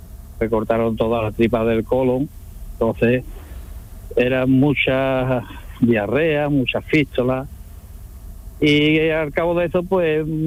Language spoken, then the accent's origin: Spanish; Andalusia, Spain; Pues yo soy de Daral.